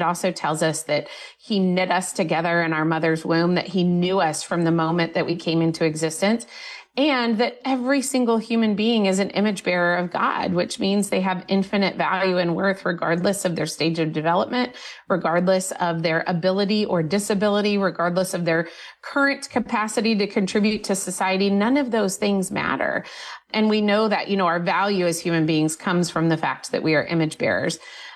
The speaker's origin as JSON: {"language": "English", "region": "Indiana", "country": "United States", "said": "states like my home state of Indiana"}